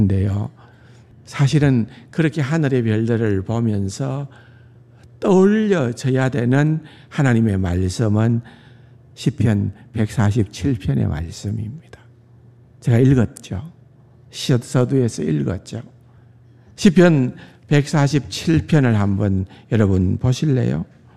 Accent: Gyeongju, North Gyeongsang, South Korea; also born or lived in Denver, United States; now in Changwon, South Korea; 대대로 내려왔던 이 땅에 고대 도시에 이름난 경주가 제 고향입니다.

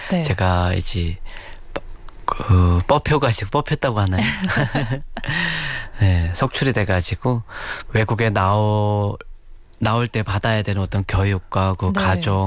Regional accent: Nampo, North Korea; moved away as an adult; 북한에서 태어나서 이제 초중고를 졸업하고 이제 군대에 가서 한 10년 정도 있다가

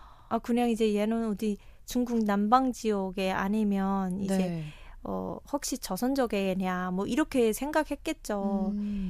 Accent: North Korea; moved away as an adult; also born or lived in China; now in South Korea; 저희 탈북민들

